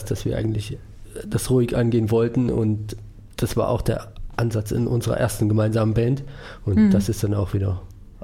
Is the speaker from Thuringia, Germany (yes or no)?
yes; Thuringia, Germany; Ich komme ursprünglich aus dem Eichsfeld